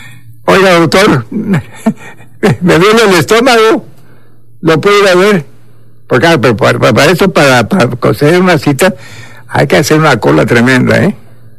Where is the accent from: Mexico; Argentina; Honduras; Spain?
Mexico; y no soy malinchista, soy más mexicano que las que los meros chiles de nogada.